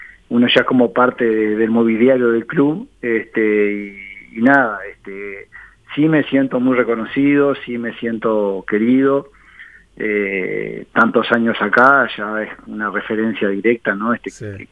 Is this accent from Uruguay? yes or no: yes; Migues, Canelones, Uruguay; moved away; mi raíz, que sí, es la ciudad de Míguez.